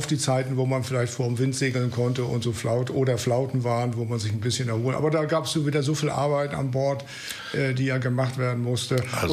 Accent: Northern Germany, Germany; wir kennen ja als Norddeutsche immer noch die Haifischbar

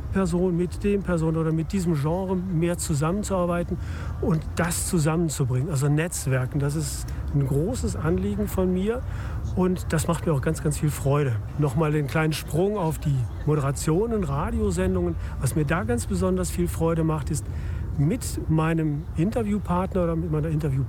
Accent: Hamburg, Germany; ich komme aus Hamburg.

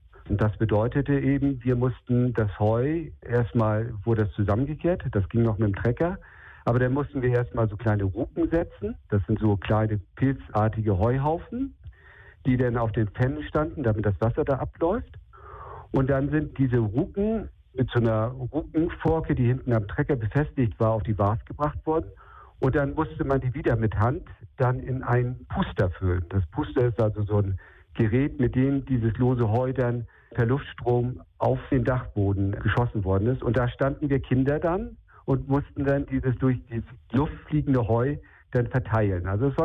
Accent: Hooge, Schleswig-Holstein, Germany; ich als Kind auf Hooge habe auch viel mitgearbeitet erstmal. Also wir haben ja einen Hof gehabt

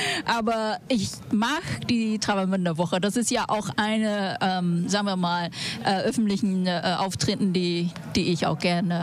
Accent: Vietnam; Da, ja, ich bin Vietnamesen.

